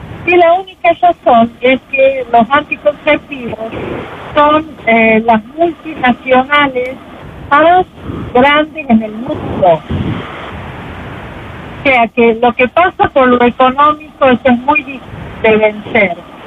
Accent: Argentina; nosotros en Argentina, yo soy de Argentina, nosotros a la cinta esa que pega le decimos cinta scotch.

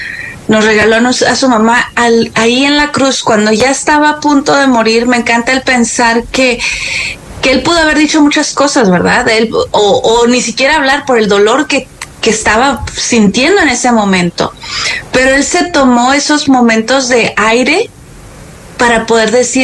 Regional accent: Mexico City, Mexico; born there

